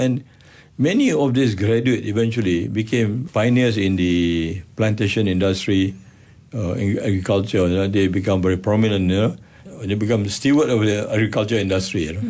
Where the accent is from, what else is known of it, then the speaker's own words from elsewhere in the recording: Malaysia; also born or lived in England; I was a number six Bumiputra in four science-based faculty in University of Malaya.